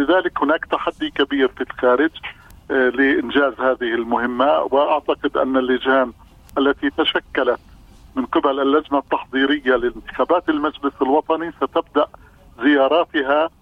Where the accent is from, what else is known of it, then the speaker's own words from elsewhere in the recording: Palestine; عمل دؤوب ومضني ينتظرنا كفلسطينيين